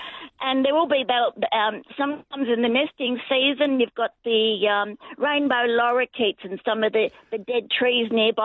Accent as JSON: {"language": "English", "town": "Ballarat", "region": "Victoria", "country": "Australia", "tie": "born or raised there", "said": "I grew up in Ballarat, not far from Lake Wendouree."}